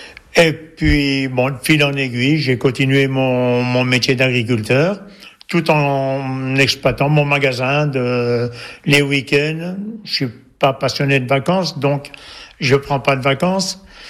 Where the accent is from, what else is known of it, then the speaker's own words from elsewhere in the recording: Couches, Bourgogne-Franche-Comté, France; Bon, je suis né à Couches, je suis resté à Couches.